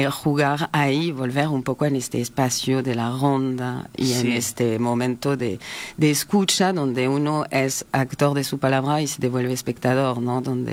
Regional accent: Paris, Île-de-France, France; Spanish is a second language; moved away as an adult; now in Montevideo, Uruguay; Yo me nací en el suburbio, sí. Me crié en París

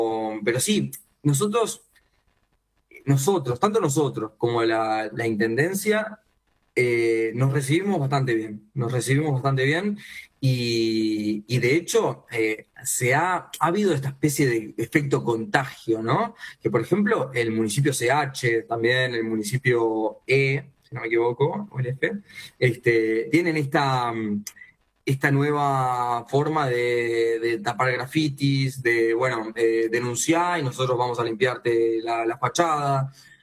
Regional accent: Montevideo, Uruguay; El montevideanismo por excelencia, ¿no? Somos todos montevideanos acá en su mayoría.

